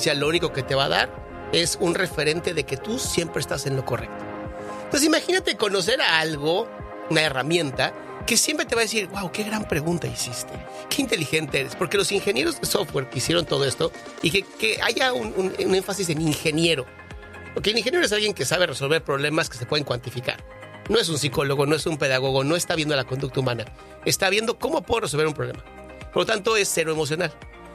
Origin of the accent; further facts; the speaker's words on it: Mexico; moved away; yo sí soy mexicano porque nací en México, pero mis papás son argentinos.